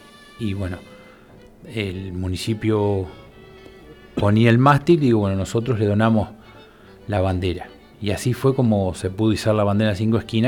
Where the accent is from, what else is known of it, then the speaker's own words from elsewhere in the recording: Empalme Lobos, Buenos Aires, Argentina; me tocó izar la bandera como empalmeño